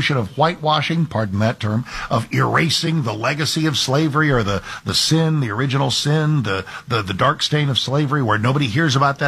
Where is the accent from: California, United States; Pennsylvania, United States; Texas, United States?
Texas, United States; born there; I'm 68. And when I was born in Texas in November 1957